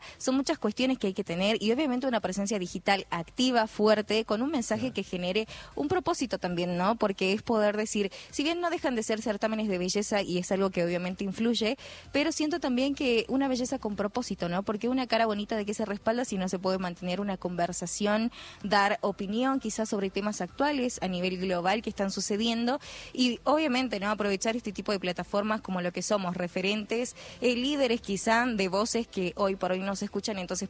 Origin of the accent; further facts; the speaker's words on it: Jujuy, Argentina; nuestra cultura, nuestra calidez, cómo somos los jujeños